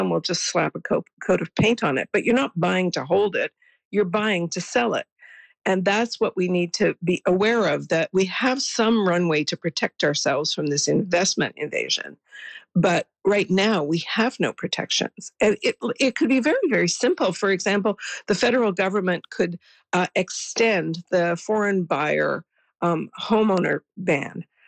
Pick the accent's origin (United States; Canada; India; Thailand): Canada; ments that we as Canadian taxpayers that have ponied up $280 billion to lever this $1 trillion in investment